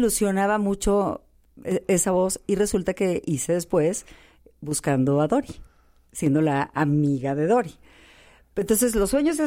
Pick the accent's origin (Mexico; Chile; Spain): Mexico; Irapuato, Guanajuato; Pues vengo de Irapuato, ¿me entiendes?